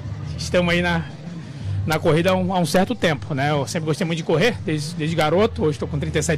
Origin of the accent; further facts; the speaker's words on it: Florianópolis, Santa Catarina, Brazil; É Florianópolis, manezinho da Ilha Raiz.